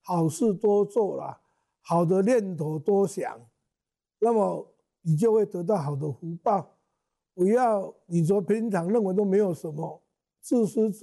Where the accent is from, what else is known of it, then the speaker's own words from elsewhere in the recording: Taiwan; 我们台湾人